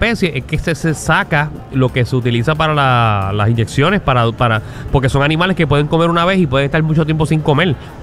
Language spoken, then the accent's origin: Spanish; Toa Baja, Puerto Rico; yo digo que soy de Levitown, fácil.